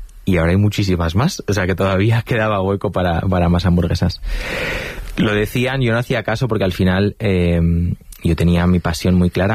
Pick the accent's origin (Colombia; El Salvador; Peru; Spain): Spain; Valencian Community